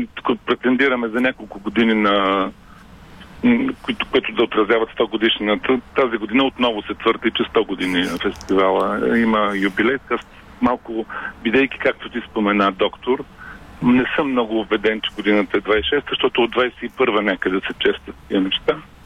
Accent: Varna, Varna Province, Bulgaria; Аз съм израснал в сградата на Варненското радио, както и по обектите, които все пак той отразяваше.

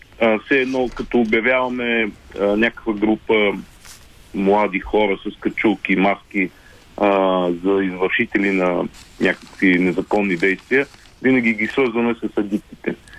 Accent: Plovdiv, Plovdiv Province, Bulgaria; moved away; въпреки че съм от Пловдив, да, рождение и възпитание, излязах от града през 83-та година

